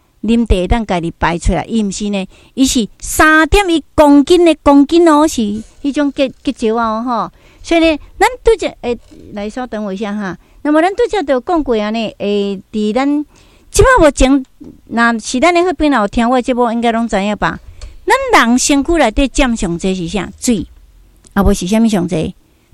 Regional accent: Daegu, North Gyeongsang, South Korea; 我的故乡在大邱，因为我是大邱人哈。

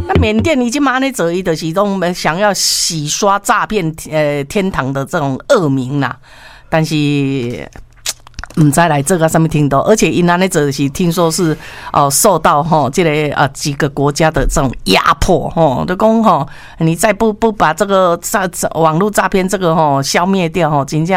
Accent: Taiwan; 我们台湾人

